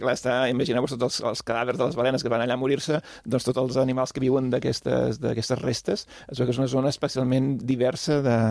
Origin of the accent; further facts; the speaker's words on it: Blanes, Catalonia, Spain; és una cosa que passa al meu poble